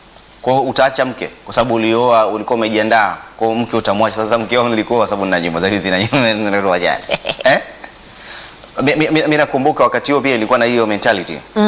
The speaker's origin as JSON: {"language": "Swahili", "town": "Songea", "region": "Ruvuma", "country": "Tanzania", "tie": "born or raised there", "said": "Kule kwetu Songea tumekula sana makaba, yametukuza."}